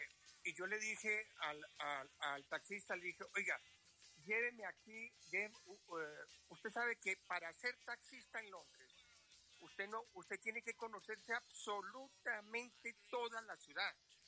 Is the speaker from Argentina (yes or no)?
no; Colombia; soy colombiano, soy periodista